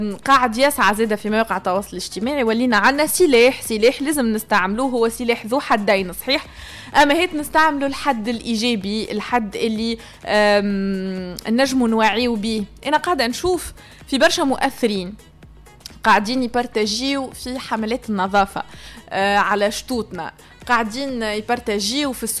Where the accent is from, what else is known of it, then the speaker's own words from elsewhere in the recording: Tunisia; عندنا متاحف رانا في تونس،